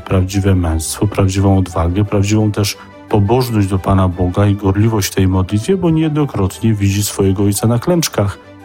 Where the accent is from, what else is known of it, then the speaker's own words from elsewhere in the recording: Wadowice, Lesser Poland, Poland; jak nazywamy to u nas, w Wadowicach